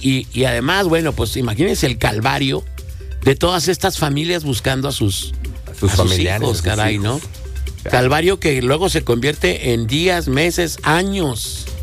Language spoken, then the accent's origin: Spanish; Mexico; y eso es lo que a mí, como mexicano, me molesta.